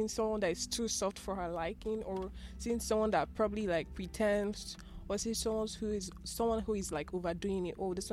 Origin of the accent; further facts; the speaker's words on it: Nigeria; Well, we're all Nigerians